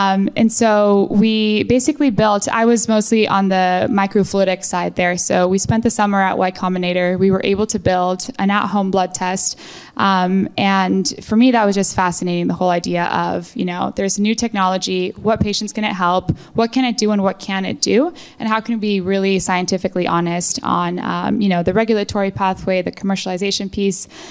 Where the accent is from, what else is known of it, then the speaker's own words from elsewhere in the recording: Mexico; moved away; I grew up in Mexico.